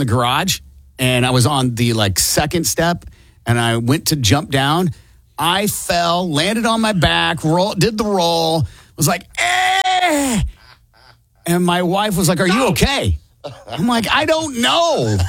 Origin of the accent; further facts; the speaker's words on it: Iowa, United States; Growing up in Iowa, we had that beautiful Iowa soil.